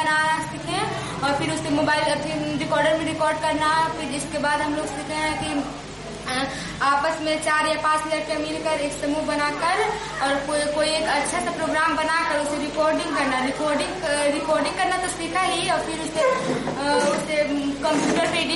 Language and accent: Hindi; Kumhar, Bihar, India; मैं कुम्हार बिहार की रहने वाली हूँ